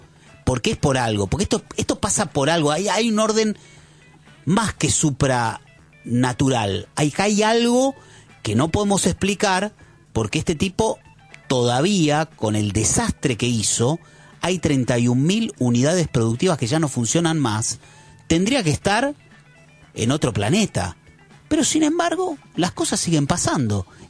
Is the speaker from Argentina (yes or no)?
yes; Argentina